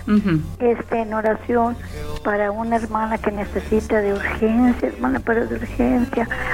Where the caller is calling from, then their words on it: Monterrey, Nuevo León, Mexico; de aquí en Monterrey.